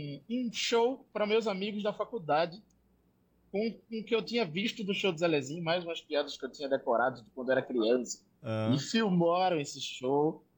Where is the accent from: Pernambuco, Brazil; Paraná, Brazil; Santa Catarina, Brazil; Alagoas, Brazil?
Pernambuco, Brazil; Paulista; also born or lived in Recife; Eu nasci em Recife, mas eu fui criado a minha vida inteira em Paulista, né? Lá, sim, em Maranguape 1.